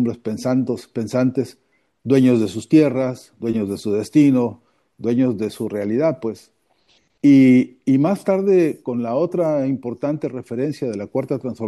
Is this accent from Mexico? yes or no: yes; Mexico; soy mexicano